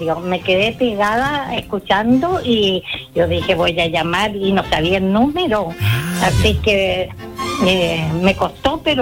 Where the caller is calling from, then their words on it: San Pedro de la Paz, Biobío, Chile; soy de San Pedro.